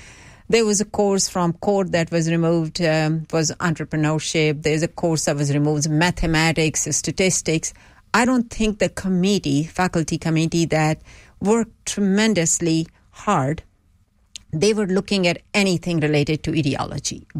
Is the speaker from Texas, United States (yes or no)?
yes; Texas, United States; As for me personally, I see myself as a Texan.